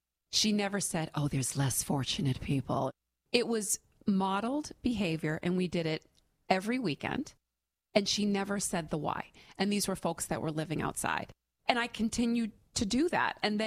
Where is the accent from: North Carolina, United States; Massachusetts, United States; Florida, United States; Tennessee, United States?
Massachusetts, United States; Stoneham; I grew up in Stoneham.